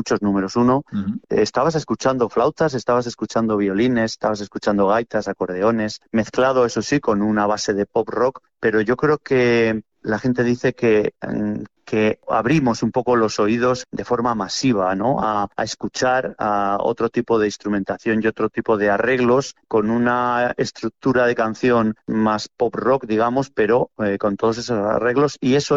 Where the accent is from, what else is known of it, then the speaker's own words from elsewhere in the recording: Valladolid, Castile and León, Spain; nosotros somos de Valladolid